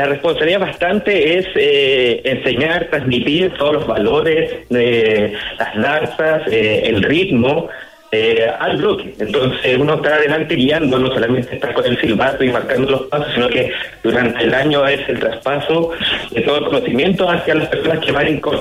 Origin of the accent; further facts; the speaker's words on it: Arica, Arica y Parinacota, Chile; born there; now in Santiago, Chile; Yo nací en la ciudad de Arica. Mi familia hace muchos años se vino a Santiago y aquí me he encontrado con una comunidad nortina bastante amplia y desarrollada